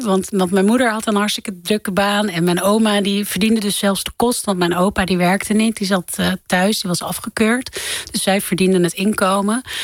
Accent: Amsterdam, North Holland, Netherlands; Ik ben opgegroeid in Amsterdam-Noord. En dat is toch een buurt waar ook heel veel problemen zijn.

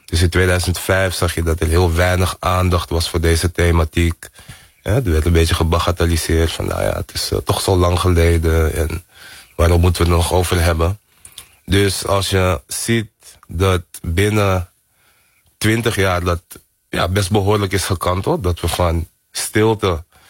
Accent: Amsterdam, North Holland, Netherlands; Omdat ik ben hier geboren en getogen in Amsterdam, in Nederland. Maar ja, ik woonde wel in een hele Surinaamse omgeving.

